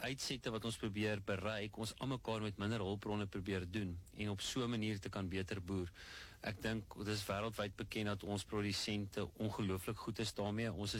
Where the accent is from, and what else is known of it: Virginia, Free State, South Africa; born or raised there